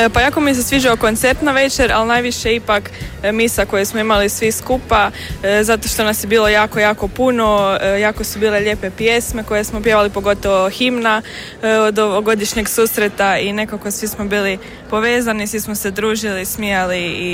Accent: Krk, Primorje-Gorski Kotar County, Croatia; imam 16 godina i dolazim iz Župe Krk.

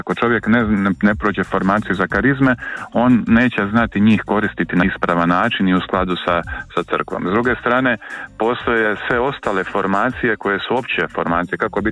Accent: Croatia; ovdje kod nas u Hrvatskoj, evo dok sam bio u Libanonu

